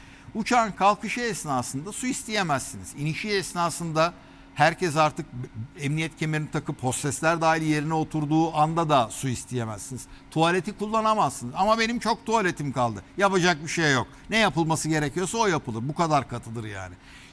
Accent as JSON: {"language": "Turkish", "region": "Balıkesir", "country": "Turkey", "said": "ben Balıkesirliyim"}